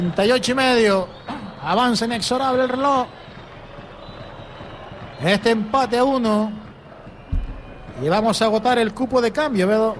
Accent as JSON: {"language": "Spanish", "town": "Telde", "region": "Canary Islands", "country": "Spain", "said": "hablo de Telde, hablo de mi ciudad."}